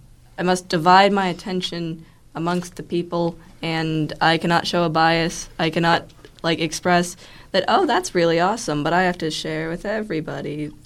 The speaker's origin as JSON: {"language": "English", "town": "Pittsburgh", "region": "Pennsylvania", "country": "United States", "said": "Yeah, I'm from Pittsburgh."}